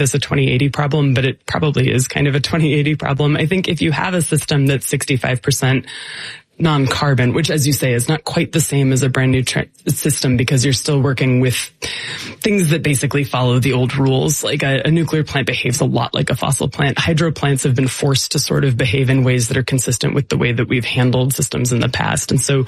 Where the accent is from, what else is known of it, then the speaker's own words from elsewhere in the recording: United States; But it's really funny for me as an American